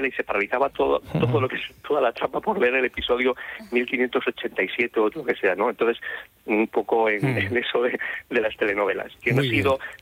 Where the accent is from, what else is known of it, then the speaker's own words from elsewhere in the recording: Tórtola de Leva, Castile and León, Spain; now in Alcalá, Spain; estoy en Alcalá, es un culebrón ya en sí, pero yo soy de Tórtola de Leva, de Burgos, y te mando un saludo de nuestra tierrilla.